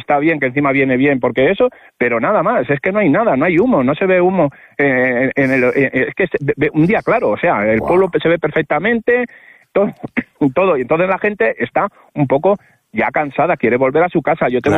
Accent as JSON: {"language": "Spanish", "town": "Layna", "region": "Castile and León", "country": "Spain", "said": "el mayor está en mi pueblo, en Laina, sí, que, sí, que yo también soy de Laina"}